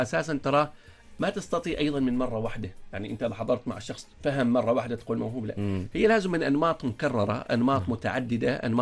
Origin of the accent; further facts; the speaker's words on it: Oman; عندنا في عمان الآن جهود تبذل.